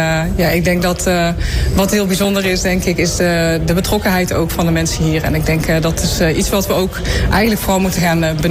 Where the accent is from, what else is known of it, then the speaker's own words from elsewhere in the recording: North Brabant, Netherlands; now in Doetinchem, Netherlands; Ik kom oorspronkelijk uit Brabant, wat me wellicht te horen is. En ik ben voor de liefde naar de Achterhoek verhuisd.